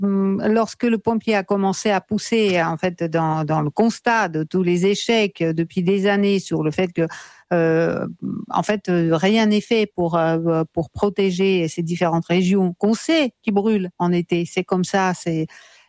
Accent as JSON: {"language": "French", "country": "Russia", "tie": "born or raised there", "moved": "yes", "lives_now": "France", "said": "j'ai vécu l'URSS de l'intérieur, hein. Moi j'ai grandi avec les parents qui étaient des dissidents"}